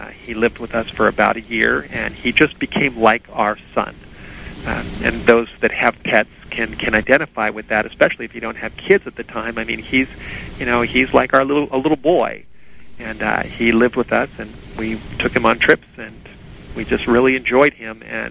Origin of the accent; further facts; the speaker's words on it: Los Angeles, California, United States; When I grew up in the Hollywood Hills, we were surrounded by animals.